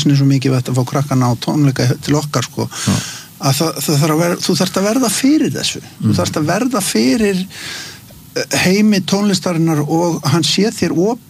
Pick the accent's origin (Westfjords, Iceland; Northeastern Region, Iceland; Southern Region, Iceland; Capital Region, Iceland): Capital Region, Iceland; Garðabær; ég kem úr Garðabænum það sem var alltaf mikilvægt í félagsmiðstöðan að það væri æfingahúsnaði